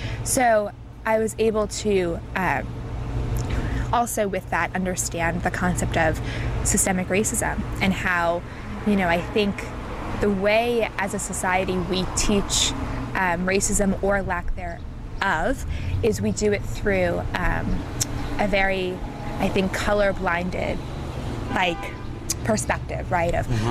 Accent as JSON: {"language": "English", "region": "New York", "country": "United States", "said": "I'm from New York"}